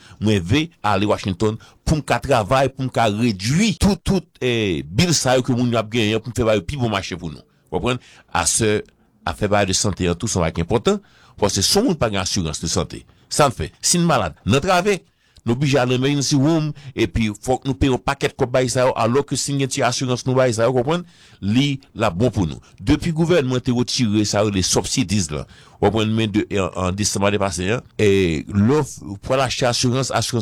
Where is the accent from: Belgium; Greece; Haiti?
Haiti; now in United States; qu'on est haïtien, moi-même